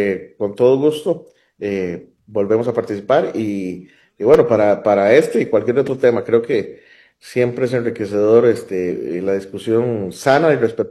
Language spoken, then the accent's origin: Spanish; Costa Rica